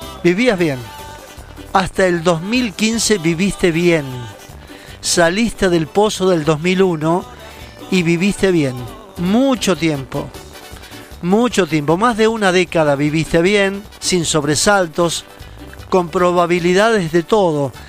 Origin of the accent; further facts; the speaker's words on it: Argentina; Somos todos los argentinos los que conformamos la República Argentina.